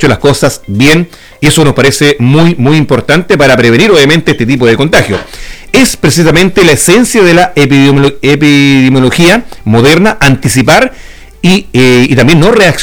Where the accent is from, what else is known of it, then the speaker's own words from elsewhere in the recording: Chile; como chilenos debemos sentirnos orgullosos.